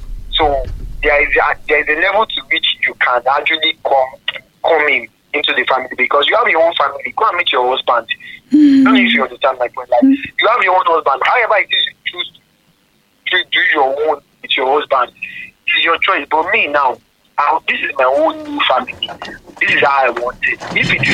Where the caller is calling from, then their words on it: Ibadan, Oyo, Nigeria; I'm calling from Makala Express.